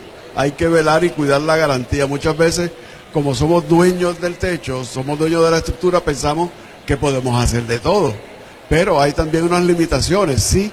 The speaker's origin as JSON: {"language": "Spanish", "country": "Puerto Rico"}